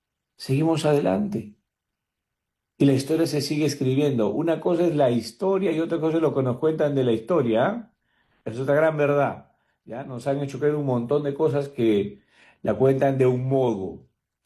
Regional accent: Peru; La fe nos anima, la fe como pueblo peruano con nuestras penas, con nuestras alegrías, nos hace sonreír.

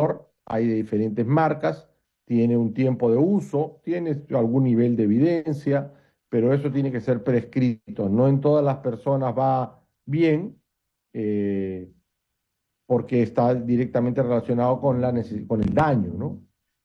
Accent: Callao, Peru; Yo también soy del Callao

